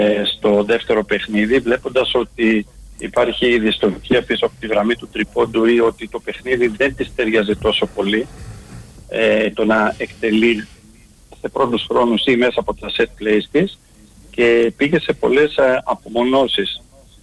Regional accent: Greece; ως Έλληνες και ως λάτρεις του μπάσκετ που είμαστε μέσα στην Ελλάδα.

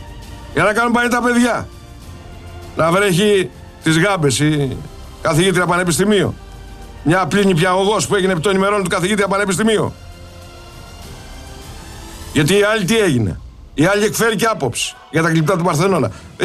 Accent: Mystras, Peloponnese, Greece; Στα μέρη μου, στο Μιστρά.

